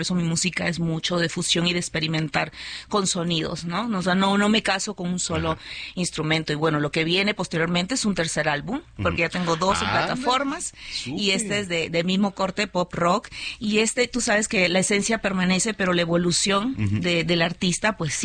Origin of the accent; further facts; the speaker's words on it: Peru; now in Mexico; Cuando uno vive fuera del país de su origen, pues extraña todo. Y pues Perú